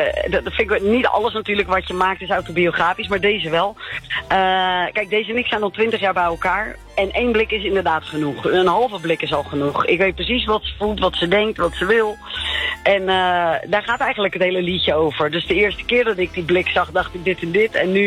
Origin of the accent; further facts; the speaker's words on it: Netherlands; Ik ben sowieso echt zo'n een hele gekke Nederlander. Ik ben gek op alles wat Nederland heeft. Ik ben een trotse Nederlander.